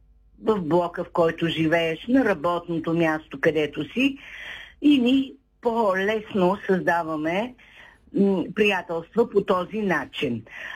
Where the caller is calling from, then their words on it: Shumen, Shumen Province, Bulgaria; Здравейте, госпожо Денева … от Шумен.